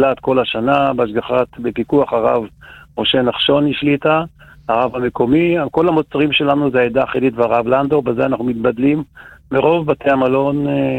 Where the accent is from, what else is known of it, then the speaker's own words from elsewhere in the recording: Nir Etzion, Haifa District, Israel; אני בן המקום, נולדתי פה.